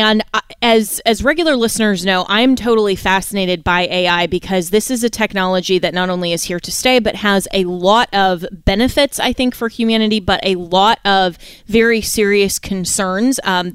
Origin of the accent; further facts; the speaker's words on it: Florida, United States; my home state of Florida.